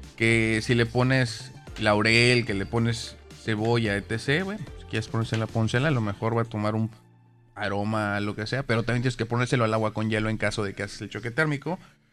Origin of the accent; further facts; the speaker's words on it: Mexico; Que quede claro, soy mexicano.